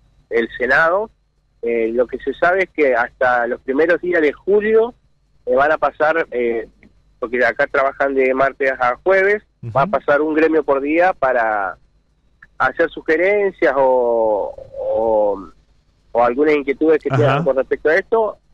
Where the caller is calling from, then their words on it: Villaguay, Entre Ríos, Argentina; Nosotros vinimos hoy 12 de Villaguay.